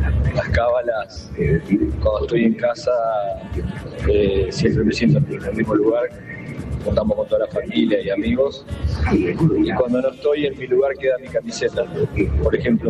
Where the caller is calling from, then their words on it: Luján, Buenos Aires Province, Argentina; soy de Luján.